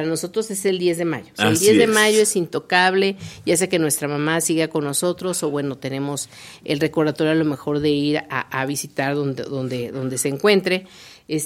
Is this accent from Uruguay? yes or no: no; Mexico